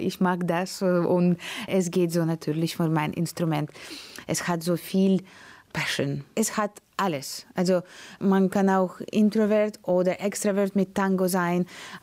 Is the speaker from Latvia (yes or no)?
yes; Latvia; German is a second language; moved away; Ich komme aus Lettland, also das Wetter ist dasselbe.